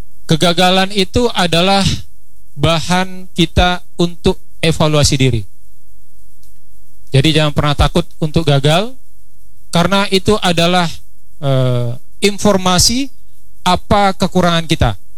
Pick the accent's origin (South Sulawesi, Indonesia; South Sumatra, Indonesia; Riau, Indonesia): Riau, Indonesia; Saya dari Riau, kemudian saya ikut tes pusat di Bandung.